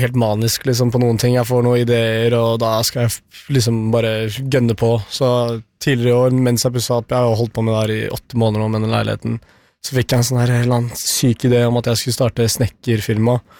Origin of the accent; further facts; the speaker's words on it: Albania; Jeg er jo albaner, så jeg har jo noe av det der hammerspikeren i meg, liksom.